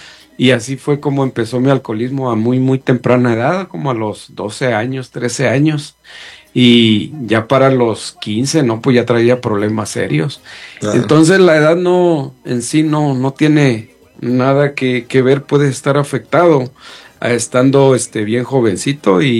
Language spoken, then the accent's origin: Spanish; Mexico; born there; moved away; also born or lived in El Salvador; sobre todo allá en México, porque yo me crié en México